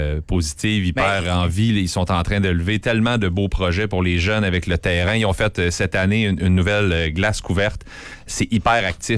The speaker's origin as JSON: {"language": "French", "region": "Quebec", "country": "Canada", "said": "tout a commencé chez nous, tu sais, dans Montmorency-Charlevoix"}